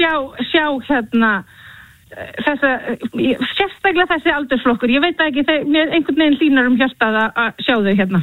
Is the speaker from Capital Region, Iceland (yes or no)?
yes; Kópavogur, Capital Region, Iceland; Ég er nú bara aln upp í íþróttarhreyfingunni í Kópavogi í fimleikahreyfingunni hjá Gesplu